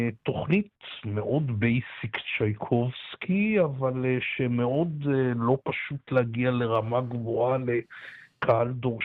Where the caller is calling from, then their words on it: Haifa, Haifa District, Israel; כן. אוקיי. כתבתם בחיפה.